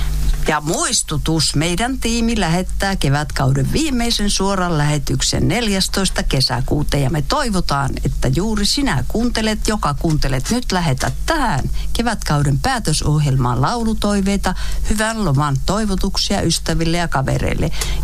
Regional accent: Estonia; now in Finland; Toinen vasta, ei haittaa, minä olen Virosta.

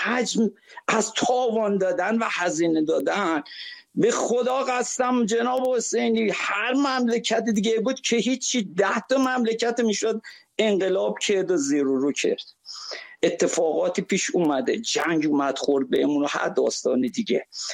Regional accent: Shiraz, Fars, Iran; برم مرد کاکو از شیراز هستم

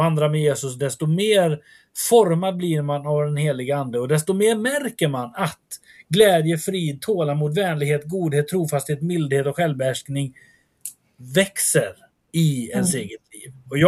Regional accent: Sweden; Som vi svenskar ofta brukar säga rema.

